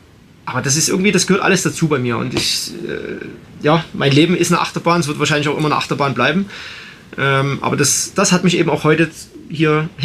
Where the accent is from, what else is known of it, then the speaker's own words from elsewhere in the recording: Belgium; ich bin als Belgier auf Nummer 1 ins Ziel gekommen